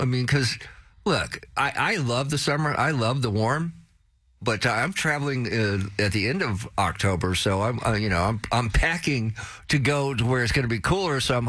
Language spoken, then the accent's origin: English; Texas, United States; I'm used to it. I'm from South Texas. I'm used to summer and not summer. I know we don't have the four seasons.